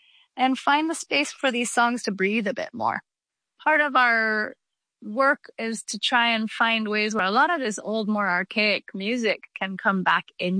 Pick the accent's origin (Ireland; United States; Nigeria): United States; Atlanta, Georgia; We were born, … and I were born and raised in Atlanta, Georgia.